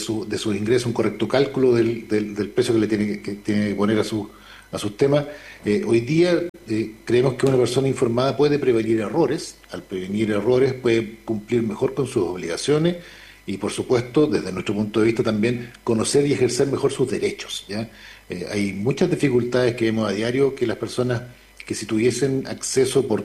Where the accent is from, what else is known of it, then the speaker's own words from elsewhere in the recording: Los Andes Province, Valparaíso, Chile; de la provincia de los Andes, de hecho, mi provincia, yo soy andino